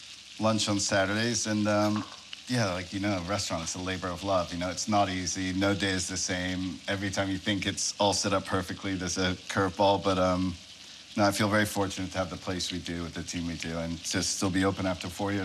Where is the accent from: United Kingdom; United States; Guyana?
United Kingdom; England; And, I'm originally English, even though I don't sound like it.